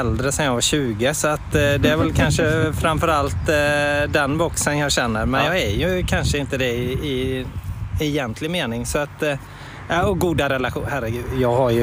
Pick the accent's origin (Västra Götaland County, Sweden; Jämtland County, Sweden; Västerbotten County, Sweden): Västra Götaland County, Sweden; now in Halland, Sweden; Alltså jag är ju en västgöte i exil